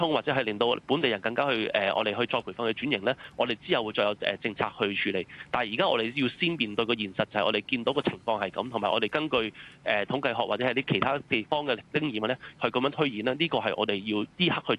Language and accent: Cantonese; Hong Kong